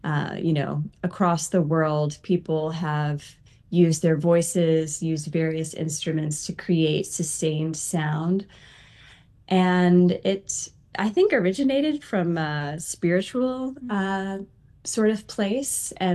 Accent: St. Louis, Missouri, United States; moved away as an adult; also born or lived in Nashville; I grew up in St. Louis, and then I moved to Nashville in 2012. And then in July, me and my partner bought a house here in St. Louis.

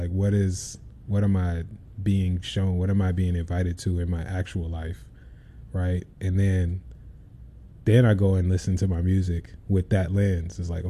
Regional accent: Chicago, Illinois, United States; growing up in Chicago

